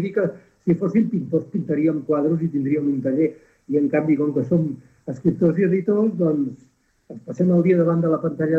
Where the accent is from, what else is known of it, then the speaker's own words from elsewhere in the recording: Camprodon, Catalonia, Spain; de Camprodon. Vaig néixer a Camprodon als quatre cantons. El que passa que vaig estudiar fora.